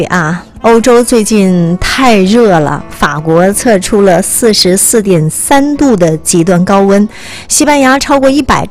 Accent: China

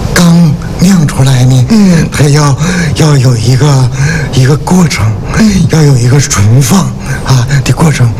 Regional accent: Jinzhou, Liaoning, China; born there; moved away; 也带动了咱们锦州啊周边很多啊企业

